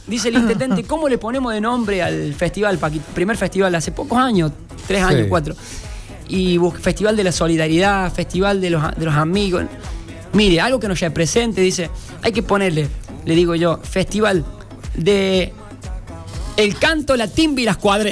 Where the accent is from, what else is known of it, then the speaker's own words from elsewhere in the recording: Sebastián Elcano, Córdoba, Argentina; now in Villa del Totoral, Argentina; está Sergio de Sebastián el Cano de mi pueblo